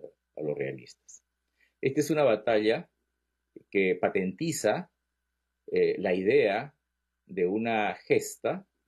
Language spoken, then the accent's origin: Spanish; Peru; en el centro del país, que es de donde vengo